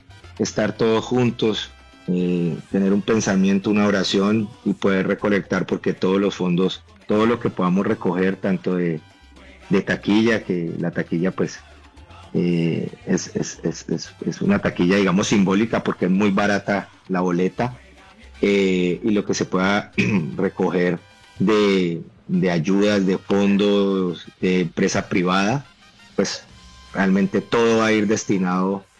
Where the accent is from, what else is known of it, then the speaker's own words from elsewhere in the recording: Cali, Valle del Cauca, Colombia; yo estoy en Cali, soy caleño